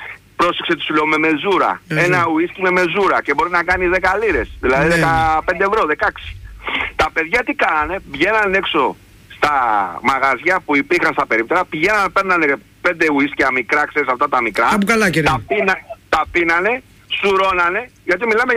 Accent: Greece; moved away as an adult; now in England, United Kingdom; Όταν ήρθα στην Αγγλία, την πρώτη φορά που ήρθα στην Αγγλία, είναι πάνω από 25 χρόνια, εγώ έφυγα από την Ελλάδα με επιχειρήσεις, είχα επιχειρήσεις.

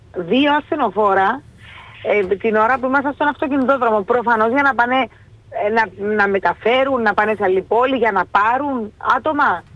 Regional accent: Limassol, Limassol District, Cyprus; Όταν σχολάσα, ξεκίνησα να πω στην πόλη μου στη Λεμεσό.

